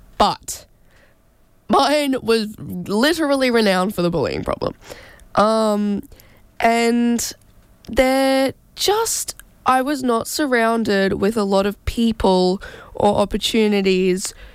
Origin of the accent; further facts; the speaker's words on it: Gold Coast, Queensland, Australia; moved away; I grew up on the Gold Coast.